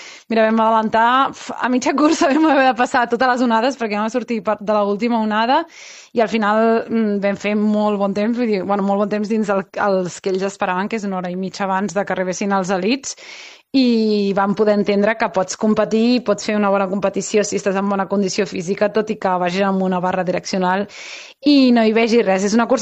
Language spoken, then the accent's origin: Catalan; Vilassar de Mar, Catalonia, Spain